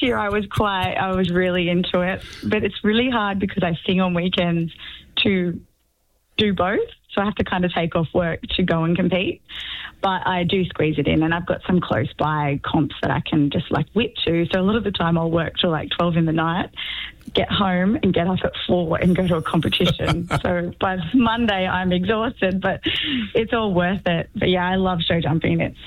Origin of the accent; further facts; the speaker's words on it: Woolgoolga, New South Wales, Australia; moved away; I grew up in Woolgoolga when I was younger, so I love north.